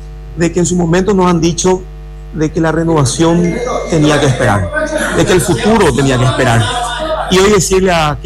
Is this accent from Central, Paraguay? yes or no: yes; Luque, Central, Paraguay; born there; Yo soy mexicano de quinta generación. Tuve la bendición de haber nacido aquí en la República de Lucre.